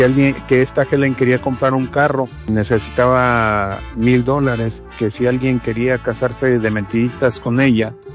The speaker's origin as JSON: {"language": "Spanish", "town": "Santa María", "country": "Mexico", "moved": "yes", "lives_now": "Las Vegas, United States", "said": "Nos dijo a varios de ahí de Santa María"}